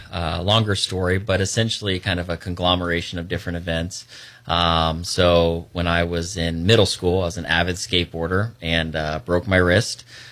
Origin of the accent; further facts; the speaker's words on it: Orlando, Florida, United States; now in Palm Coast, United States; I grew up in Orlando, but we spent most of my summers actually down at New Smyrna Beach.